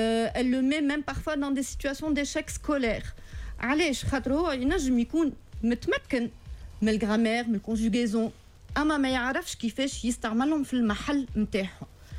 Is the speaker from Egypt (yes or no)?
no; Tunisia; الأهمية متاع اللغة الفرنسية اللي عندنا في تونس هي لغة مهمة على خاطر الصغار يقراوها في المكتب ملي هما صغار،